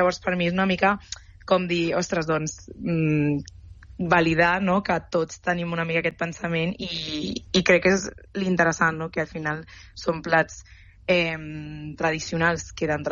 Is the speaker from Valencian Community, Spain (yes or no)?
no; Catalonia, Spain; com a catalans en general